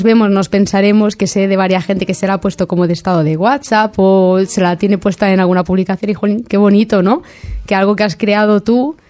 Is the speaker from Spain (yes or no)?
yes; Montornès del Vallès, Catalonia, Spain; moved away as an adult; now in Gisá (nearby town), Spain; realmente desde bien pequeñita. He vivido muchísimos años aquí. Mis padres siguen viviendo aquí. Mi hermano sigue viviendo aquí. Lo único que yo, pues por temas del amor, pues me fui ya hace unos añitos a vivir a una población cercana, Gisá.